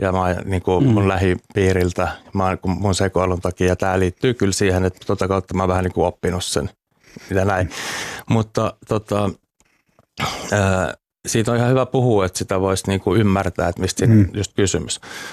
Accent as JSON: {"language": "Finnish", "region": "Uusimaa", "country": "Finland", "said": "Tuossa pääkaupunkiseudulta mä oon kotoisin."}